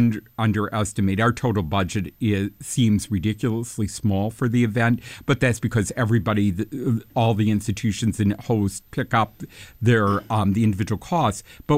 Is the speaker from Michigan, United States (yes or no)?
yes; Saginaw, Michigan, United States; I grew up in Saginaw